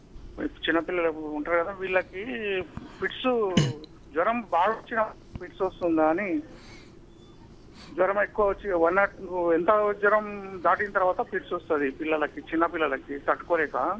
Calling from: Hyderabad, Telangana, India; నేను హైదరాబాద్ నుంచి కాల్ చేస్తున్నానండి.

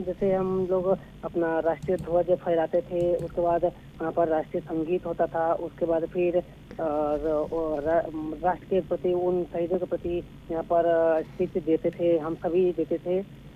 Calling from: Tripura, India; मैं north east से त्रिपुरा से बोल रहा हूँ।

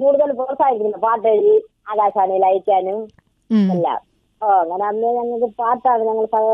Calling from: Kerala, India; ഞാൻ കുണ്ടമംഗലം, കുരിശുമുട്ടുന്ന സ്ഥലത്ത് നിന്ന്.

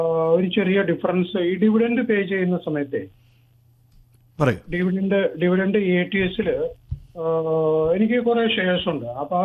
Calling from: Ernakulam, Kerala, India; എറണാകുളത്ത് നിന്നാണ് വിളിക്കുന്നത്.

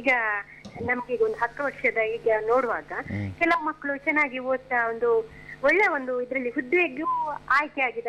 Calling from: Udupi, Karnataka, India; ಉಡುಪಿಯಿಂದ ಸರ್.

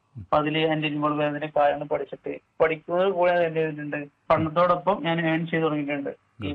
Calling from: Manjeri, Kerala, India; Manjeri Payyanad പിരാന്തൂർ.

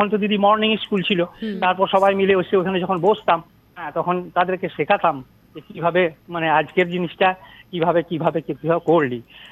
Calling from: Dubrajpur, West Bengal, India; আমি পশ্চিমবঙ্গের বীরভূম জেলার দুবরাজপুর থেকে … কথা বলছি।

